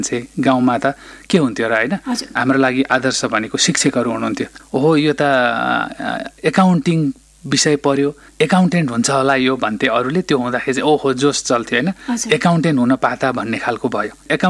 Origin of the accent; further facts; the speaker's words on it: eastern Nepal, Nepal; moved away; फेरि म ओरिजिन अब पूर्वको भएँ, अनि फेरि पूर्व गरेर चाहिँ त्यहाँ 5 वर्ष काम गरेँ।